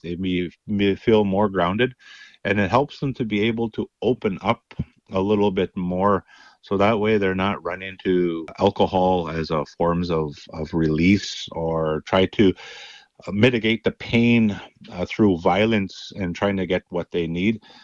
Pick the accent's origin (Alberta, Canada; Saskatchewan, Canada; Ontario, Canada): Saskatchewan, Canada; Flying Dust First Nation; I'm originally from Flying Dust First Nation.